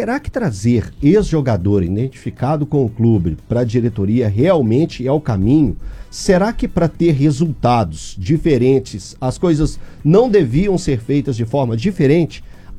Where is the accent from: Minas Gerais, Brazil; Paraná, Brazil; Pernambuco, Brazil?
Minas Gerais, Brazil; somos de Minas